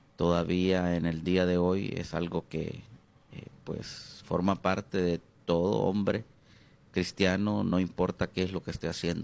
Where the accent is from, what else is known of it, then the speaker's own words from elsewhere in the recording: Tegucigalpa, Francisco Morazán, Honduras; Soy originario de Honduras, nací en Tegucigalpa.